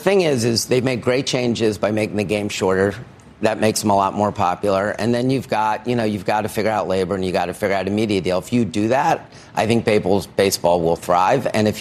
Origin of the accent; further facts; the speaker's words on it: Baltimore, Maryland, United States; born there; the Orioles, which was my hometown team